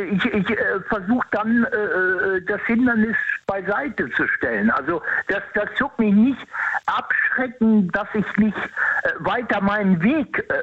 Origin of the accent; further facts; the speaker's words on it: Rhineland, Germany; Also da wäre ich ramdösig, wie man hier bei uns im Rheinland sagt.